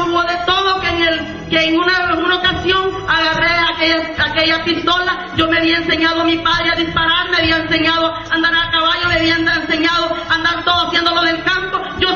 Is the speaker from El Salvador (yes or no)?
yes; El Salvador; porque la pobreza estaba muy dura en El Salvador. Aleluya, soy del Salvador, bendito sea su nombre para siempre, aleluya. Y me crié allá por una isla y de allá tuve que dejar a mis hijos.